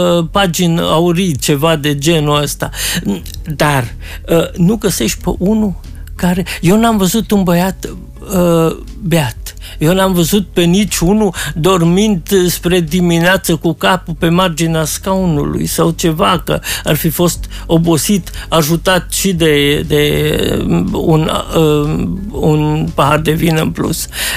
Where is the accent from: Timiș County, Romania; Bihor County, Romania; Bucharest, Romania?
Timiș County, Romania; Cenad; Pe vremea mea, în copilărie mea, la Cenad